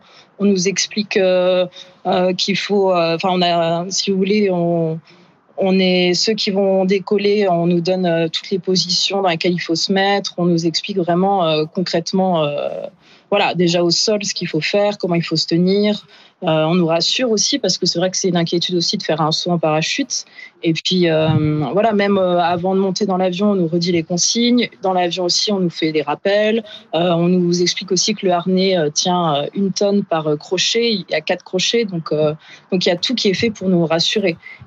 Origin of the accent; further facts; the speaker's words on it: Grand Est, France; Oui, nous on est de Moselle et effectivement c'était un cadeau d'anniversaire.